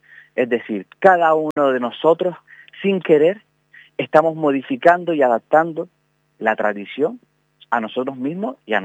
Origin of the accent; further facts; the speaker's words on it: Canary Islands, Spain; ¿Entonces nuestros abuelos no son canarios? ¿O nosotros somos más canarios que ellos?